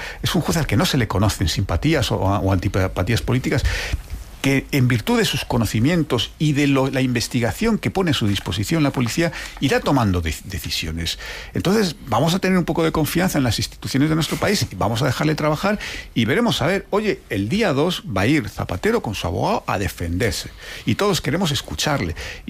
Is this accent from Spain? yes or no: yes; Spain; porque yo como español no quiero que un expresidente de mi país esté investigado.